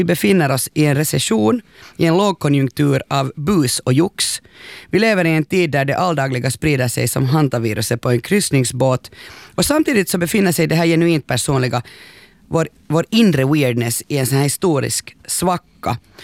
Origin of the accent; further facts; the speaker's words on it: Finland; vi är ju finlandssvenska med Janne.